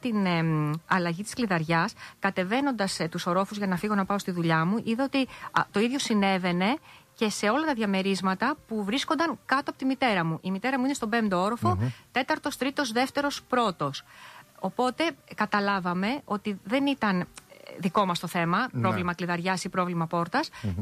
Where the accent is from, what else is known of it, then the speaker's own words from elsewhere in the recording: Athens, Attica, Greece; η μητέρα μου μένει στην οδό Κυψέλης 97. Είναι το πατρικό μου σπίτι, εκεί που γεννήθηκα και μεγάλωσα.